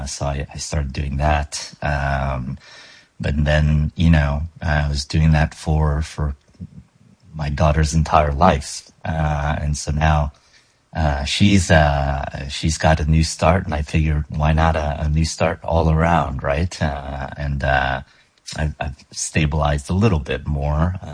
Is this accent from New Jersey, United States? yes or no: yes; New Jersey, United States; I'm commuting in from Jersey. So I was born and raised in Jersey.